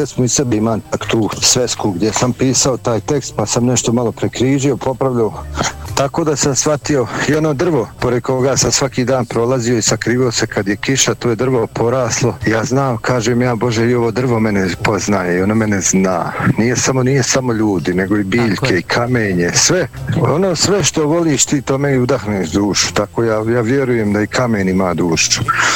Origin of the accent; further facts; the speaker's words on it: Bosnia & Herzegovina; Ja sam bio Bosanac